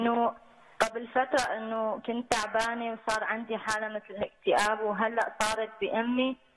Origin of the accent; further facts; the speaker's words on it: Iraq; now in Canada; من العراق، عايشة في كندا.